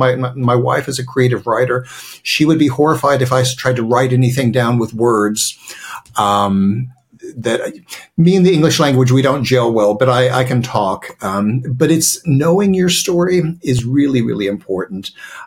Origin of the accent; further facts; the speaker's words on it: United States; I'm an American. I grew up in the military. My father was in the Air Force. So we got to do a lot of traveling